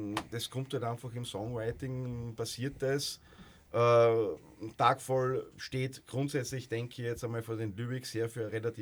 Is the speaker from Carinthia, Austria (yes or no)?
no; Graz, Styria, Austria; ja, wir sind aus Graz